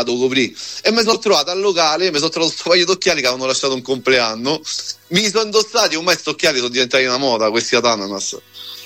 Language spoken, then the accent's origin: Italian; Rome, Lazio, Italy; Ciao Eleonora, vengo da Roma